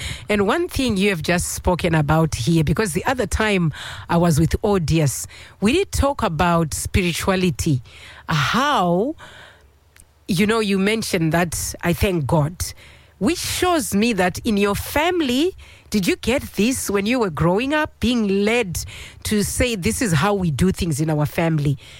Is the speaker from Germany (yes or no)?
no; Zimbabwe; from my country, I'm from Zimbabwe.